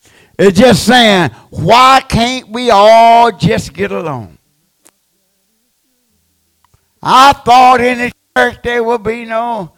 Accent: Georgia, United States; See, I come from Georgia.

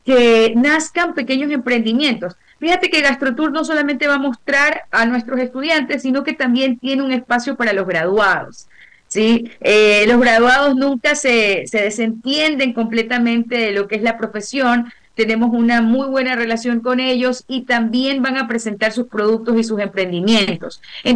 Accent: Manabí, Ecuador

